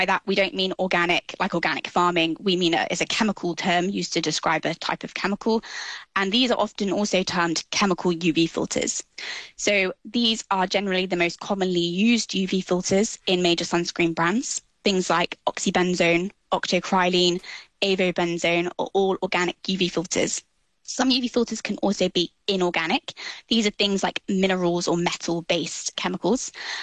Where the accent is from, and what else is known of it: South West England, United Kingdom; born or raised there